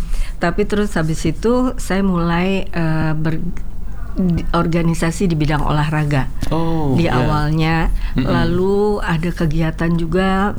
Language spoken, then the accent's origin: Indonesian; West Jakarta, Jakarta, Indonesia; Saya dari Jakarta Barat.